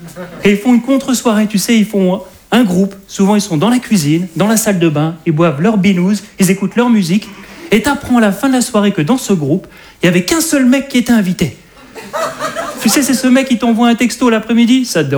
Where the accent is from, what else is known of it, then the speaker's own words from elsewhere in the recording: Hauts-de-France, France; je suis un ch'ti.